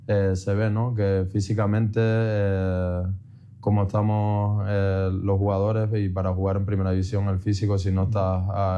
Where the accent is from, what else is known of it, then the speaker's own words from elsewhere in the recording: La Orotava, Canary Islands, Spain; Al final yo no pierdo las tradiciones de mi pueblo, y al final eso lo llevaré siempre.